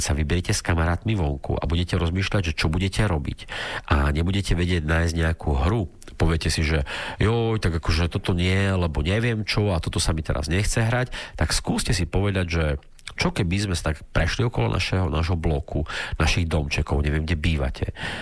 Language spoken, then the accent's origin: Slovak; Bardejov, Prešov Region, Slovakia